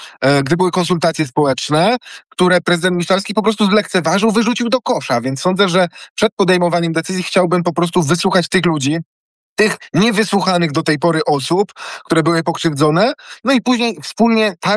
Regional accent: Kraków, Lesser Poland, Poland; wywodzę się z Nowej Huty, urodziłem się w Nowej Hucie. Można powiedzieć, że wychowało mnie nowochuckie, mistrzejowickie osiedle. Ja jestem z tego dumny.

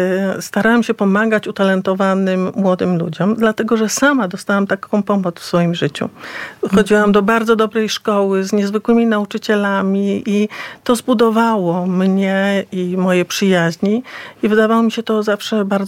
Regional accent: Wrocław, Lower Silesian Voivodeship, Poland; Ja pochodzę z Wrocławia. Urodziłam się we Wrocławiu.

